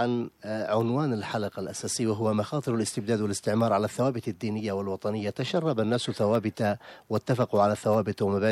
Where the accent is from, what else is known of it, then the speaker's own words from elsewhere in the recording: Yemen; التي من المعروف أننا كيمنيين دولة مسلمة أساسها الإسلام